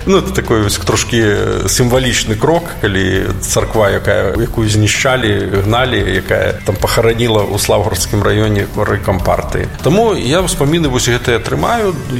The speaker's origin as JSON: {"language": "Belarusian", "town": "Slawharad", "region": "Mogilev Region", "country": "Belarus", "tie": "born or raised there"}